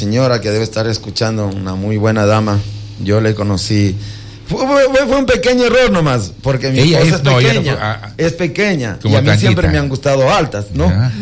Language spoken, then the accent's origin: Spanish; Ibarra, Imbabura, Ecuador; now in Quevedo, Ecuador; Yo soy ibarreño, soy